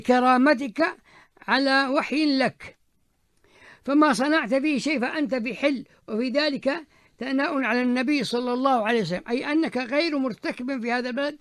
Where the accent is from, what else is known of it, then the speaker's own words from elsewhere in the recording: Mecca, Makkah Province, Saudi Arabia; أنت في مكة المكرمة أخي الكريم تجد أن الأرزاق تأتي إليها من كل حدب وصوب، يعني نحن أبناء مكة نشعر بهذا